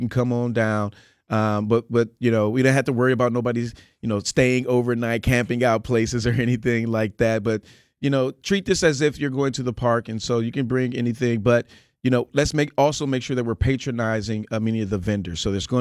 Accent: Wisconsin, United States; I'm from Wisconsin.

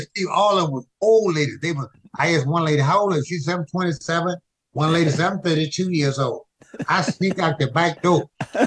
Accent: Haynesville, Louisiana, United States; born there; moved away; also born or lived in Pine Bluff, Arkansas; I was born in Louisiana, the Homer, Haynesville, Louisiana. But I left in 1947 and went to Pine Bluff, Arkansas, because my dad moved to Arkansas

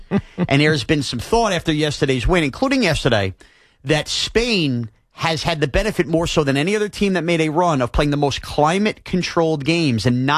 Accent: United States; I mean, as American sports fans, we love a good drought snapping.

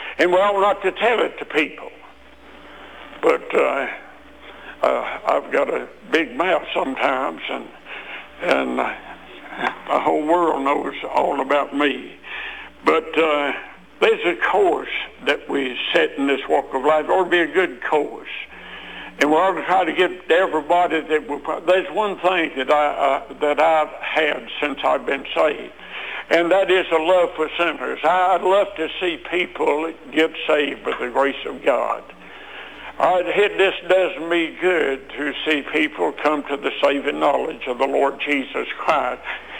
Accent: Mount Airy, North Carolina, United States; she asked me where I was from, and I probably told her that I was from Mount Airy.

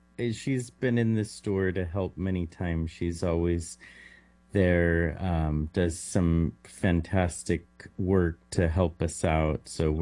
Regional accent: Bakersfield, California, United States; We were born and raised in Bakersfield, and coming on the weekends, stopping at Jocko's to eat and McClintock's back in the day

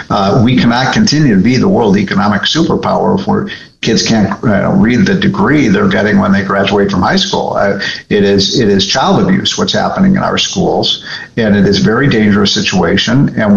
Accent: Chicago, Illinois, United States; I'm from Chicago. It's a tragedy they elected a socialist mayor.

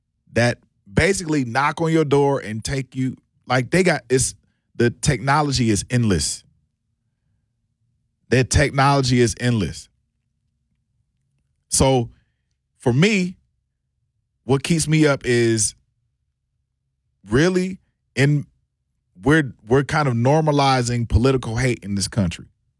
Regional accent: United States; I'm an American citizen, I'm here.

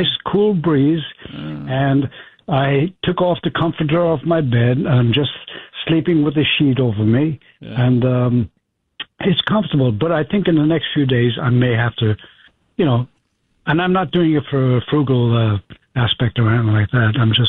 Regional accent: Ireland; now in New York, United States; Well, since I came from Ireland in 1972, I've settled in Sunnyside.

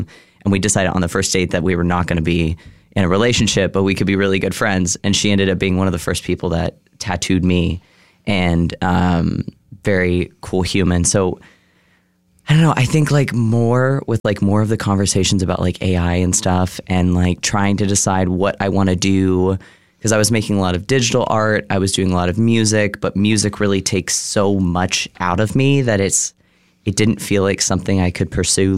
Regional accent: Dallas, Texas, United States; moved away as an adult; also born or lived in Austin; Well, I was born in Dallas and I lived there up until I graduated high school and then I immediately moved to Austin.

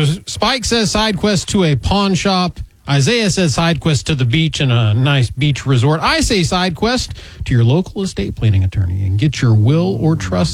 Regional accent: United States; done a flea market because I grew up in Polk County.

